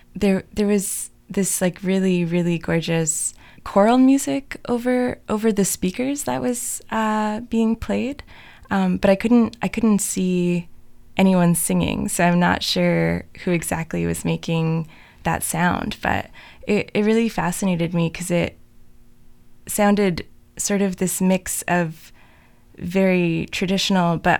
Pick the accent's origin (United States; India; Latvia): Latvia; now in Kingston, Canada; I'm from Latvia, and I took some of the Zooms with me back home over Christmas break